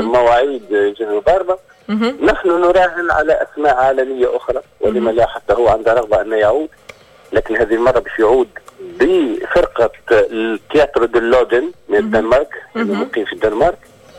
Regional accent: Jemna, Kebili Governorate, Tunisia; جمنة هذه قرية موجودة بحث القلعة مش بعيدة، بين قبيلي ودوز 11 كيلومتر وهي مسقط رأسي … معروف يعني على مستوى الولايات كل.

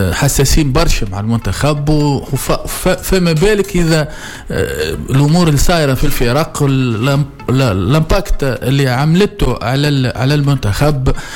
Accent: Tunisia; نحن تو كلنا توانسه

